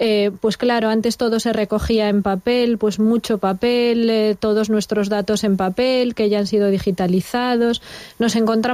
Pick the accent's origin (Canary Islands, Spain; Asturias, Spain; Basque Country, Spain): Asturias, Spain; Viavélez; born there; moved away as an adult; also born or lived in Santiago de Compostela / England / Germany; now in A Coruña, Spain; Soy de un pueblo de Asturias, de cerca de Galicia, del occidente, se llama Vía Vélez, es muy pequeñito, pero es el pueblo natal de Corín Tellado, que todo el mundo la conoce, aunque es un pueblo muy pequeño.